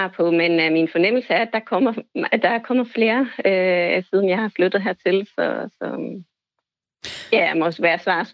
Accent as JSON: {"language": "Danish", "country": "Germany", "second_language": "Danish", "moved": "as an adult", "lives_now": "Denmark", "said": "jeg var selv tysker, altså jeg var selv flyttet heroppe for 13 år siden"}